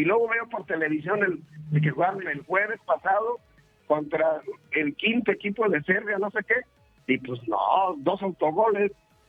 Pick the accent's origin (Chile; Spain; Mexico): Mexico; somos mexicanos